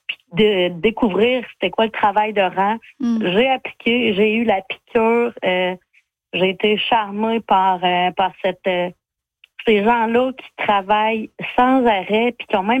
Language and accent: French; La Pocatière, Quebec, Canada; Dans le fond, moi, je viens du Bas-Saint-Laurent, la Pocatière, très agricole. Donc, mes grands-parents avaient une ferme.